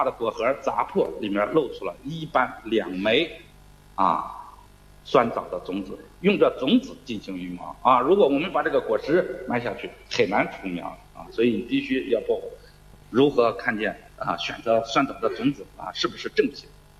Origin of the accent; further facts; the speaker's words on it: Shaanxi, China; 我们陕西人采连翘呢，当特别是秦岭山区采连翘